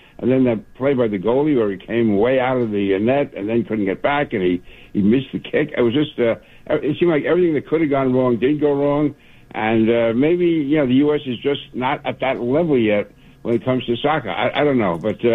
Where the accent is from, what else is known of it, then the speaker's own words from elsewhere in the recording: Queens, New York, United States; I just never grew up. And I grew up in Sunnyside in Queens. I never even heard of soccer, I don't think.